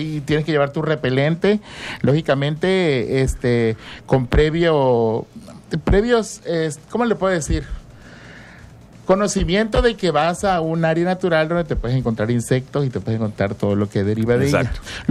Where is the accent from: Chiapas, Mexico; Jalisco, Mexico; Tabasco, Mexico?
Tabasco, Mexico; los que somos de Tabasco conocemos el cacao